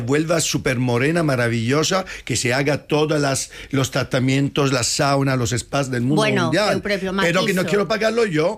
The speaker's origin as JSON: {"language": "Spanish", "town": "Madrid", "region": "Community of Madrid", "country": "Spain", "said": "Que a mí como madrileño, lo digo como madrileño, que se espera que su presidente de comunidad autónoma gobierne para todos los madrileños"}